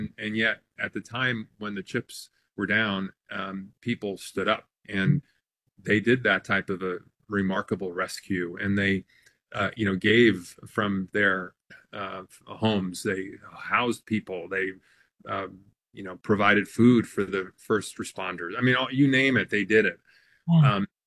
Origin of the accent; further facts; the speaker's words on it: New York City, New York, United States; being a native New Yorker, obviously I'm going to be partial to my home state.